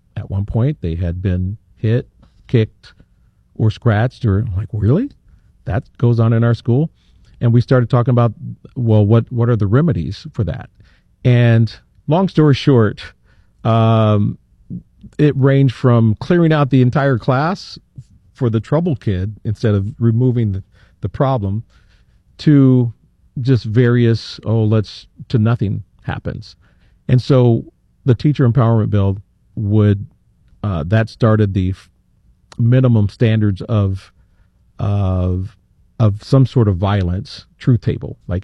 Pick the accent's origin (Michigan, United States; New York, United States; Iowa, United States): Iowa, United States; Johnston; In Johnston, my hometown